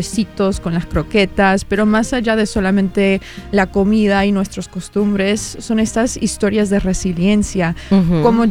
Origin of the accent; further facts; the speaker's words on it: Miami, Florida, United States; born there; yo nací en Miami, pero mi familia proviene de La Habana.